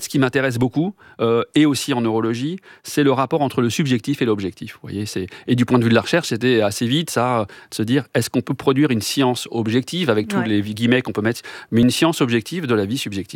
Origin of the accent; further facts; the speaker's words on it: Paris, Île-de-France, France; also born or lived in Sarcelles; je suis né à Sarcelles. Ouais. Voilà, où j'ai passé les 5 premières années, donc avec quelques souvenirs d'enfance, évidemment, de ma vie à Sarcelles, et ensuite à Paris, dans le 11e arrondissement que j'appréciais beaucoup.